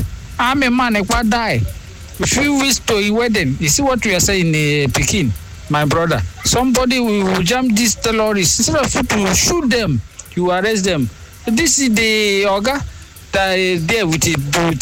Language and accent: English; Nigeria; being a Nigerian